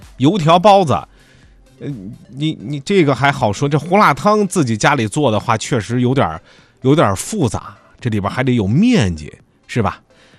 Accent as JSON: {"language": "Chinese", "region": "Shandong", "country": "China", "said": "这是很多咱们山东人家里的吃早餐的一个标配。"}